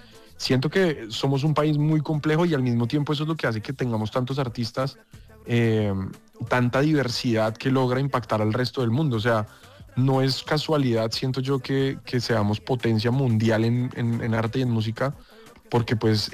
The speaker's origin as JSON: {"language": "Spanish", "country": "Colombia", "said": "Y creo que en el momento en el que empezamos a apoyarnos como colombianos, en que, hermanos, si a este man le está yendo bien, pues yo empujo para que le vaya mejor"}